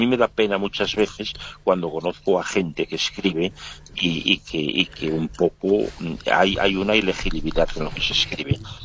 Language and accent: Spanish; Castile and León, Spain; Mi tierra, que es un pequeño pedazo que está aquí en el noroeste de León